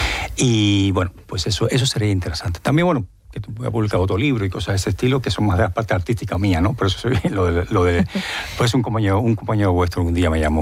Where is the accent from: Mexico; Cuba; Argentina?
Cuba; como buen cubano me encanta el ballet.